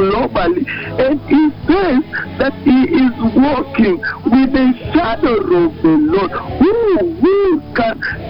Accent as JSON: {"language": "English", "country": "Kenya", "said": "And for me as a Kenyan, I really, really respect so much, Robin"}